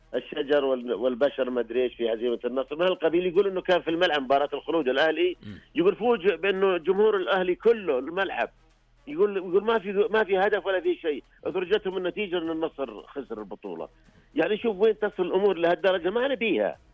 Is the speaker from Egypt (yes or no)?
no; Saudi Arabia